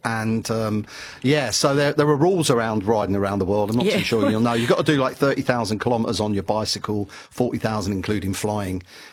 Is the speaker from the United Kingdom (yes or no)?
yes; North Kensington, London, United Kingdom; Yeah, so I was brought up in North Kensington, and I used to walk past the fire station every single day going to school.